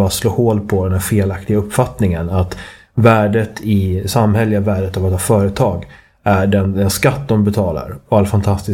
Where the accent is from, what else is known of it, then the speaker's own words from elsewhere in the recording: Sweden; now in Malta; Jag är lika svensk som alla andra.